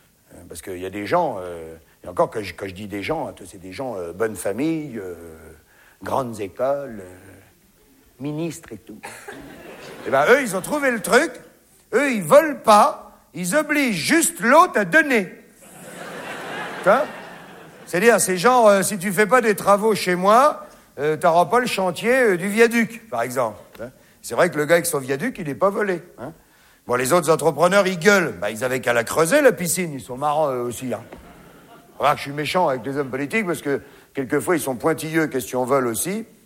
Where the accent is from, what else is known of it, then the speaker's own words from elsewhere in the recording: France; Hein, vous avez vu, chez nous, en France